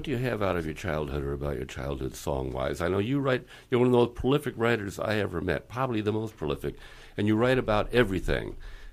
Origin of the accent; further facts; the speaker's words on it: Cleveland, Ohio, United States; moved away; was now I come from Cleveland. Mm-hmm. We left in 1947